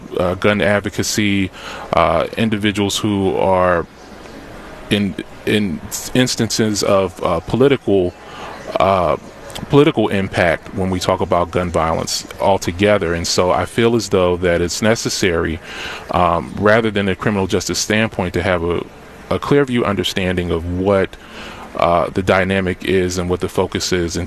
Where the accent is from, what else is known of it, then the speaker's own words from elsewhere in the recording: Philadelphia, Pennsylvania, United States; I grew up in West Philly